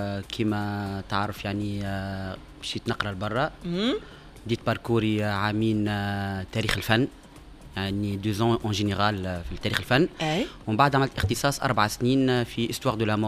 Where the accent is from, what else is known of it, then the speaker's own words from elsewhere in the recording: Tunisia; moved away as an adult; now in France; انا ككل تونسي